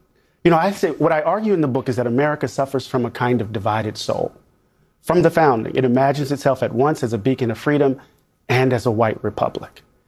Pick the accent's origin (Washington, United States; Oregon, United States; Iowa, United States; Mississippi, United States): Mississippi, United States; I grew up in Mississippi.